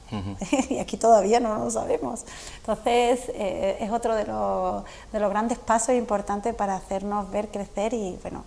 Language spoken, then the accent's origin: Spanish; Huelva, Andalusia, Spain; now in Córdoba, Spain; es bodeguera de Huelva, que soy un poco chaquetera, pero llegué a Córdoba, me enamoré de Córdoba, luego de un cordobés y tuve mi hijo aquí